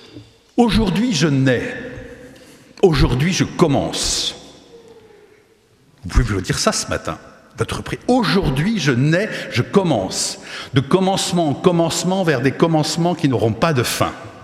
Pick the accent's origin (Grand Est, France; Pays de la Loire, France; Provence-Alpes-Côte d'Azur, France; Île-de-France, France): Pays de la Loire, France; Nantes